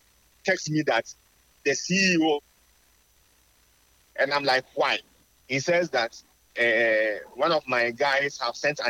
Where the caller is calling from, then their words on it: Ghana